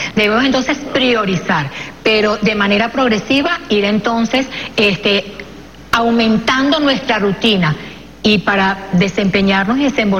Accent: Venezuela; Y se encuentra la esencia de nosotros como venezolanos.

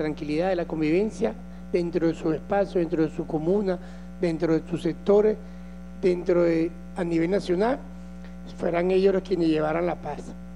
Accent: Venezuela

